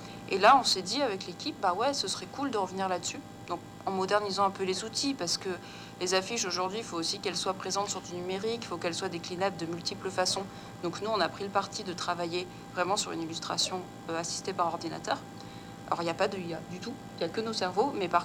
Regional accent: Arlanc, Auvergne-Rhône-Alpes, France; je suis originaire d'Arlan, donc c'est pas très très loin de Craponne.

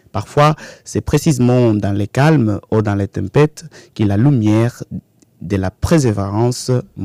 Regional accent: Angola; first language Kimbundu; French is a second language; Comme j'ai dit souvent en Kimbundu, ma langue maternelle, Yapoloyam, Yavuluyaye

